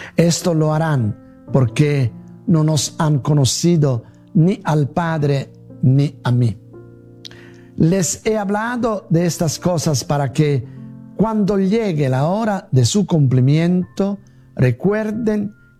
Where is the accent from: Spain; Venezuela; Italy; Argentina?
Italy; now in Van Nuys, United States; soy un sacerdote italiano que trabaja en la parroquia de Santa Elizabeth de Hungría en Van Nuys